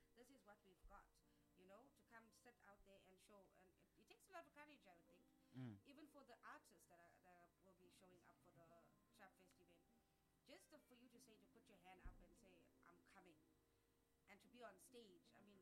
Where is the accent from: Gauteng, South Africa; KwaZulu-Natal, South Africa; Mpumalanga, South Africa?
KwaZulu-Natal, South Africa; Durban; we're a little small family out of nowhere, we hail from Durban